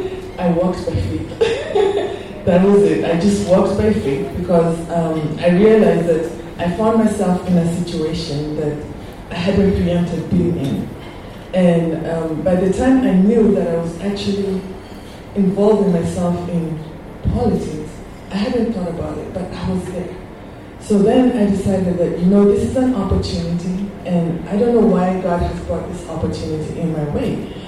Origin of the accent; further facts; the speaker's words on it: Nairobi, Kenya; moved away; Not because I want to, but just because I wasn't raised in Sele. Most of my life, I grew up in Nairobi, and then I went overseas and I was fairly young.